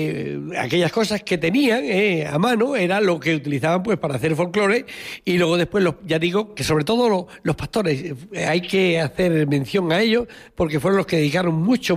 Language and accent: Spanish; Santiago de Alcántara, Extremadura, Spain; como yo soy de Santiago de Alcántara, en la provincia de Cáceres, bueno, pues tenemos el de los carnavales, que no se celebraban en Extremadura como se celebran hoy los carnavales.